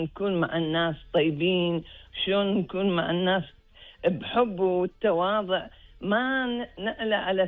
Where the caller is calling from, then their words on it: Kuwait; احنا الكويتيين